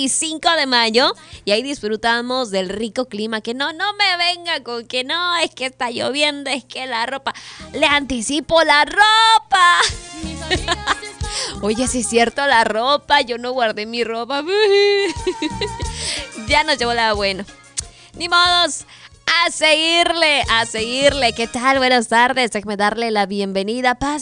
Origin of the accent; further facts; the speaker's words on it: Mexico City, Mexico; yo soy de la Ciudad de México